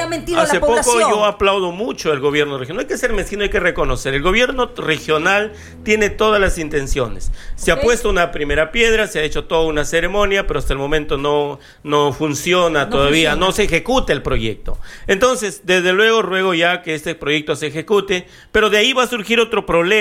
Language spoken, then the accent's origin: Spanish; Tucumán, Argentina; Mire, yo invoco a que me crean porque yo soy de Tucumán.